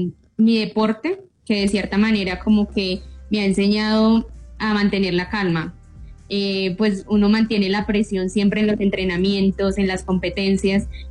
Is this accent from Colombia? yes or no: yes; Tolima, Colombia; now in Manizales, Colombia; Sí, yo vengo originalmente del Tolima, pues yo vine más que todo a Manizales porque es una ciudad muy tranquila